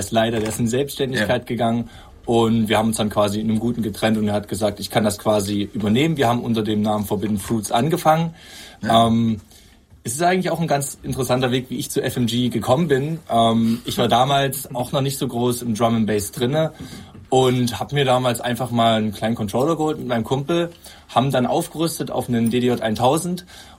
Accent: East Germany, Germany; Es hat halt, weil es bei uns im Osten, muss man sagen, halt ziemlich bekannt ist, mit Hardtech angefangen.

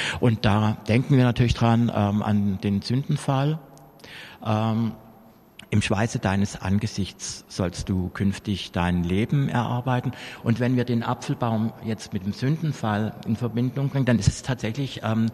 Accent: Schorndorf, Baden-Württemberg, Germany; meine ist zum Beispiel hier in Schorndorf groß geworden, also geboren, aber von Flüchtlingseltern. Und hätte es diesen Zweiten Weltkrieg nicht gegeben, dann wäre ich in einem Bauernhof groß geworden in Westpreußen.

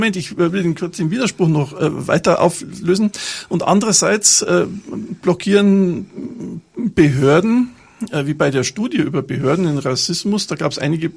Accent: Bavaria, Germany; born there; weil ich als geborener, gebürtiger Bayer natürlich sowas, solche Erfahrungen nicht mache

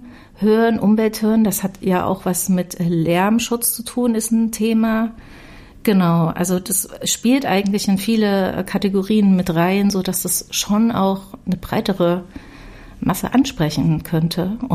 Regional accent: Weimar, Thuringia, Germany; moved away; Ich komme ja aus Weimar

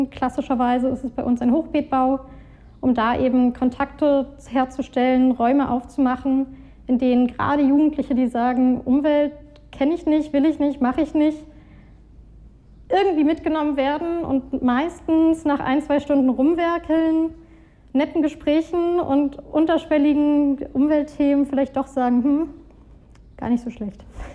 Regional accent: Berlin, Germany; ich bin in Berlin aufgewachsen.

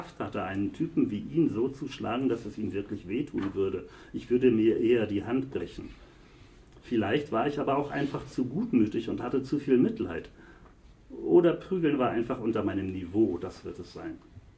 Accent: Northern Germany, Germany; Ich fremdel ja als Norddeutscher mit solchen Begriffen sehr.

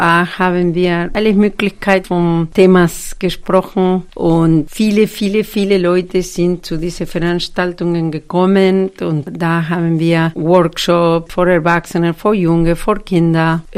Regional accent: Argentina; German is a second language; now in Germany; ich komme aus Argentinien

